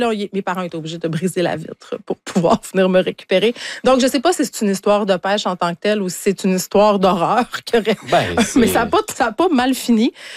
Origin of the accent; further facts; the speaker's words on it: Quebec, Canada; je viens du Saguenay, j'arrête pas de le répéter